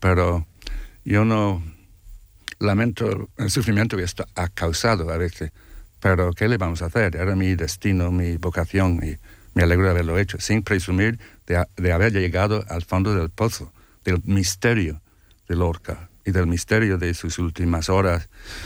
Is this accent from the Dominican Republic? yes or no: no; Ireland; now in Spain; yo tengo un poco de alemán, demasiado de inglés, aunque soy irlandés